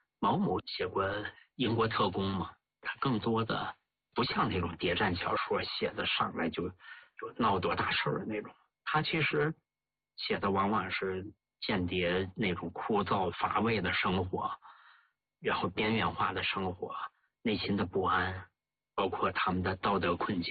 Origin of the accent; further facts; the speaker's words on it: Heilongjiang, China; 就因为我本身是黑龙江人嘛，小时候文目睹，我对那块土地特别熟悉嘛